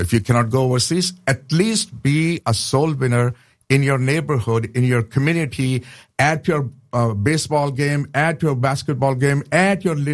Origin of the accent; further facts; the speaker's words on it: Pakistan; I said, I'm a Christian from Pakistan.